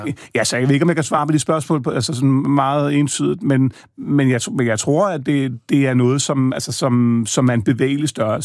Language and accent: Danish; Ballerup, Capital Region of Denmark, Denmark; Jeg er vokset op i Ballerup.